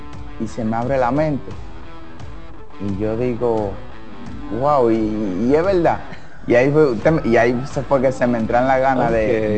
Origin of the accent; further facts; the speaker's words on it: Dominican Republic; yo tengo que despertarme de madrugada en mi pueblo. Sí. Está casi a 3 horas de aquí.